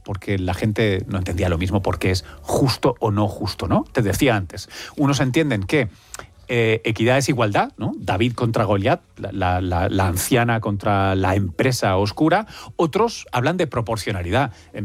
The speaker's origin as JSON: {"language": "Spanish", "town": "Tomelloso", "region": "Castilla-La Mancha", "country": "Spain"}